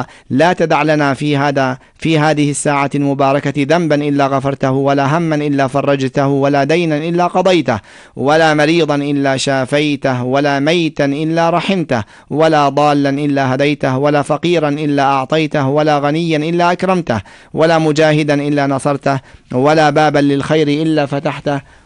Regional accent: Jordan

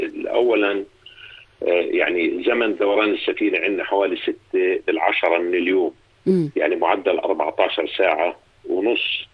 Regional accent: Jordan; عندنا في الأردن

